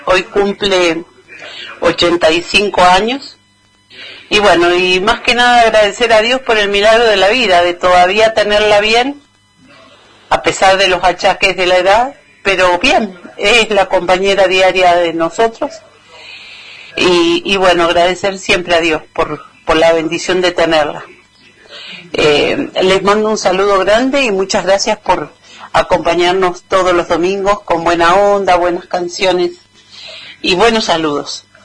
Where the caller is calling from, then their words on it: Conesa, Argentina; de Conesa.